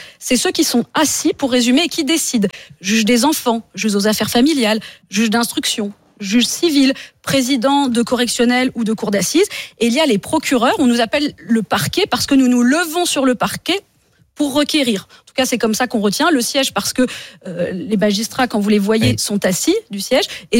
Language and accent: French; Occitanie, France; born there; j'ai signé mon roman dans ma région natale qui est le Tarn.